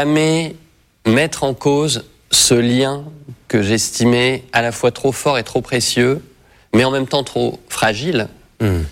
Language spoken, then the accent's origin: French; Grand Est, France; j'ai grandi, j'ai eu une enfance très heureuse dans un petit village à côté de Reims.